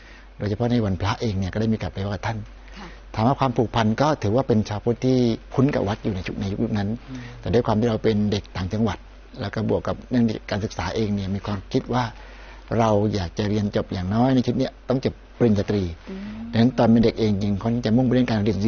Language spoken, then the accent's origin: Thai; Pattani, Thailand; born there; ก็ตัวพระอาจารย์เองของพี่เองก็เป็นคนจังหวัดปัตตานีโดยกำเนิดนะจ๊ะเกิดที่ปัตตานีเลย